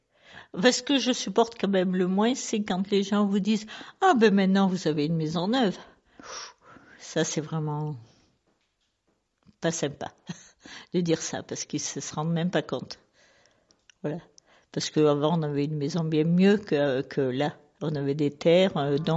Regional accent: Savines, Provence-Alpes-Côte d'Azur, France; born or raised there

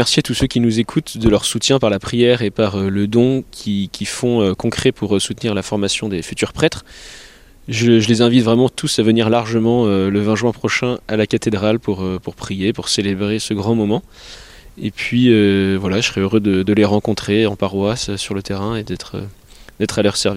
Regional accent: Épernay, Grand Est, France; Enfin, donc j'ai grandi à Épernay, mais j'ai peu participé à la vie paroissiale.

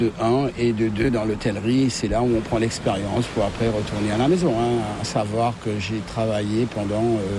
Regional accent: Mauritius; Oui, oui, je suis mauricien

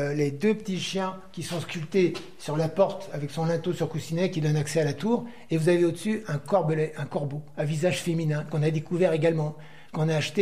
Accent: Paris, Île-de-France, France; born there; now in Brittany, France; moi je suis né à Paris, parce que mon père travaillait à Paris aux arts décoratifs

